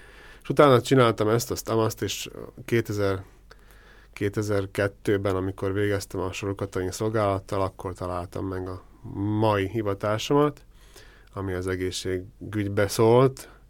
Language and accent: Hungarian; Kolárovo, Nitra Region, Slovakia; Hát én Gutáról származom, ami ugye Komáromtól kb. 20 kilométerre van. Ott születtem egy abszolút nem zenei érdekeltséggel elállított családba.